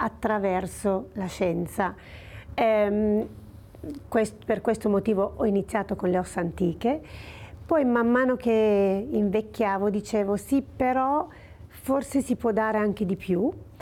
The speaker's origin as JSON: {"language": "Italian", "town": "Pontestura", "region": "Piedmont", "country": "Italy", "tie": "born or raised there", "said": "al mio paese natio, che è Pontestura, che è vicino a Casale Monferrato, nel Pontestura"}